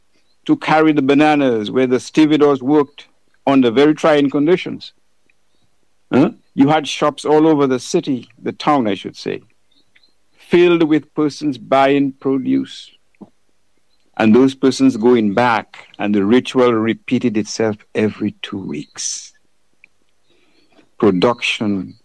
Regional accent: Portsmouth, Saint John Parish, Dominica; When I grew up in Portsmouth

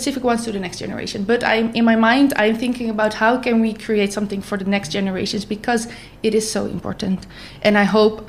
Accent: Amsterdam, North Holland, Netherlands; moved away as an adult; now in Dominica; I'm from Amsterdam. So I'm used of having just buildings around me.

